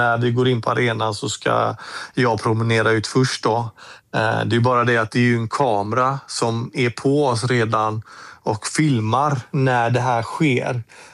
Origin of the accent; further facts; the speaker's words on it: Gothenburg, Västra Götaland County, Sweden; för mig var det ju hemmaplan gånger 2 i och med att jag kommer från Göteborg och alla Göteborgsklubbar runt omkring där med min hemmaklubb som var Örgryte IS.